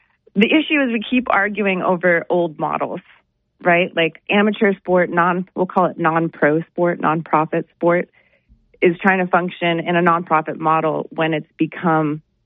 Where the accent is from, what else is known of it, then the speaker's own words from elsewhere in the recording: United States; And as an American, as an Olympian, and as an athlete, fair sport, fair market.